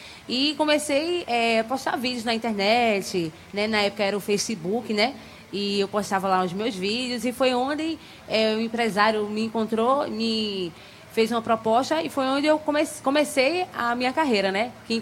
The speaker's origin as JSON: {"language": "Portuguese", "town": "Pesqueira", "region": "Pernambuco", "country": "Brazil", "tie": "born or raised there", "also_born_or_lived": "Arcoverde", "lives_now": "Recife, Brazil", "said": "Eu sou natural de Arco Verde, né? Fui criada na cidade pesqueira. E foi aqui em Recife que eu vim atrás de oportunidade, né?"}